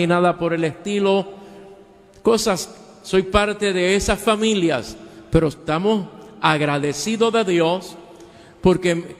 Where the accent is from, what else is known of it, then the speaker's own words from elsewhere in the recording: Puerto Rico; born there; Soy puertorriqueño de pura cepa